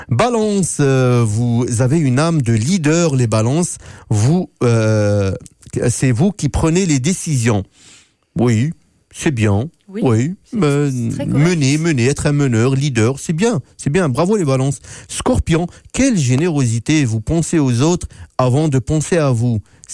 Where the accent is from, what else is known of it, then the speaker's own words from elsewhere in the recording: Algeria; now in Manitoba, Canada; moi je l'ai remarqué ici au Manitoba, par exemple, chez nous, là d'où je viens en Algérie, aux abords de la Méditerranée